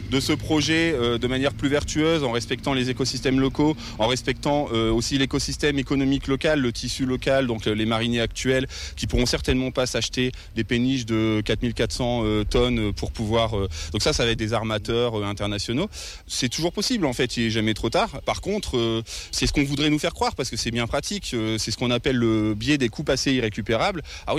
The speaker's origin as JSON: {"language": "French", "town": "Oisy-le-Verger", "region": "Hauts-de-France", "country": "France", "tie": "born or raised there", "also_born_or_lived": "Douai", "said": "Moi, je suis né ici, enfin, je suis pas né ici, je suis né à Douai, mais j'ai fait de 6 ans à 22 ans Oisil-Verger, j'ai habité ici, donc je connais bien, c'est ma coin, comme on dit."}